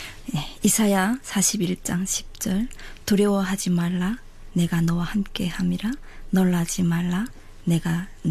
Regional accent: North Hamgyong, North Korea; moved away as an adult; also born or lived in China; now in South Korea; 남한 정착 1년차 함경북도가 고향인

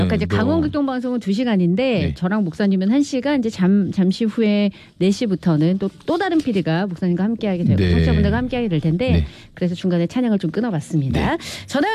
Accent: Jeongseon, Gangwon, South Korea; 저도 네. 고향이 정선인데.

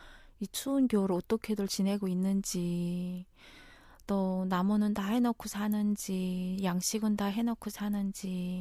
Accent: North Hwanghae, North Korea; now in South Korea; 지금 남한에 정착 한 달 차인 황해도에서 온

